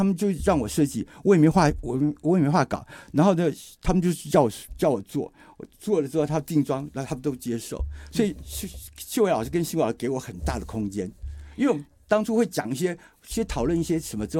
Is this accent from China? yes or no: no; Taiwan; 他保佑我们台湾人